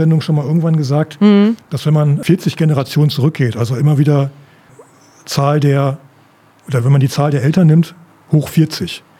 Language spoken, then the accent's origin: German; North Rhine-Westphalia, Germany; Wenn man in die Gegend geht, wo ich herkomme, in Westfalen, ich bin nicht auf dem Dorf geboren, aber ich habe so die ersten Jahre meines Lebens auf dem Dorf verbracht.